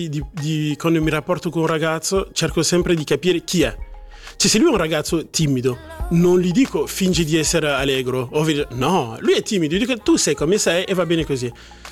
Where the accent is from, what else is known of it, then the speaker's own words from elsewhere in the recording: Geneva, Switzerland; io sono di Ginevra